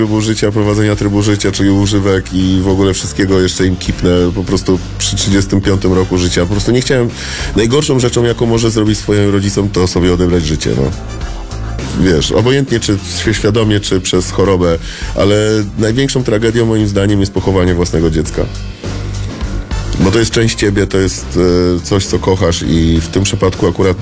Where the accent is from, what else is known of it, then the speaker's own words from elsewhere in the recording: Łódź, Łódź Voivodeship, Poland; moved away; wychowałem się na Aleksandrowskiej w Łodzi.